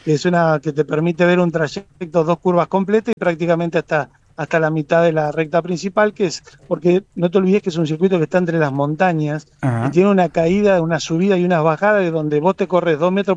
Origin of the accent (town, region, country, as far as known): Argentina